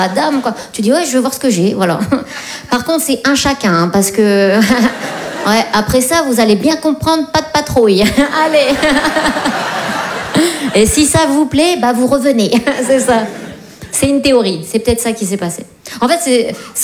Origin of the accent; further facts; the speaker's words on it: France; Parce qu'on est Français, voilà, c'est pour ça. Vous le savez, ça, que les Français dans le monde entier, on nous aime pas beaucoup.